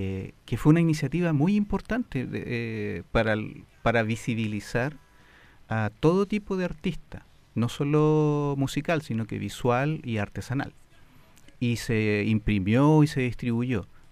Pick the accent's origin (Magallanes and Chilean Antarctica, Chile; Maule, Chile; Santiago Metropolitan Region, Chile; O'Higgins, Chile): Santiago Metropolitan Region, Chile; Santiago; moved away as an adult; now in San Miguel, Chile; Yo nací en San Joaquín, ahora hace 4 años que vivo en San Miguel.